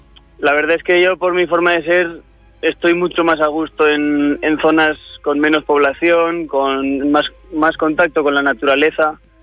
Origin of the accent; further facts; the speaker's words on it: Fuentes Calientes, Aragon, Spain; also born or lived in Valencia; Yo he nacido y me he criado en Fuentes Calientes, en un pueblo del altiplano turolense. Y salí de aquí para estudiar en la universidad, en Valencia y en otras ciudades, y después regresé a mi pueblo